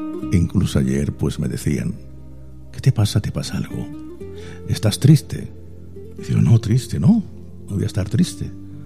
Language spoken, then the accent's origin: Spanish; Andalusia, Spain; accent: Granada; Yo tengo un acento granadino arraigado, ¿a que sí?